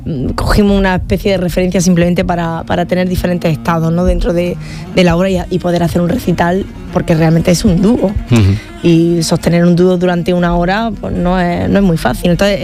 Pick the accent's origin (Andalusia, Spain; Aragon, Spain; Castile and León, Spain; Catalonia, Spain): Andalusia, Spain; Granada; porque en Flamenco Patrimonio hay una parte que hacemos un homenaje a Granada, a mi tierra, y a mis maestros como Mario Maya